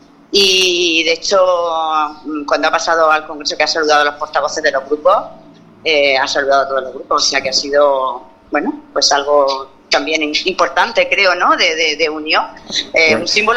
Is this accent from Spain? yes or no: yes; La Olla, Spain; Sí, soy de La Olla.